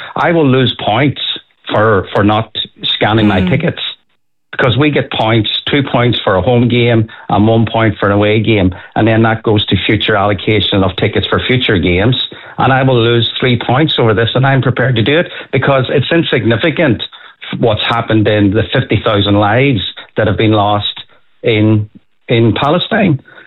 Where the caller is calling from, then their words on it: Ireland; as Irish people